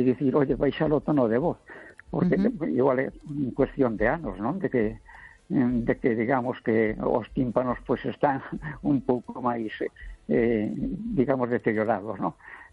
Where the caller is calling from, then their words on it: A Coruña, Galicia, Spain; da Coruña.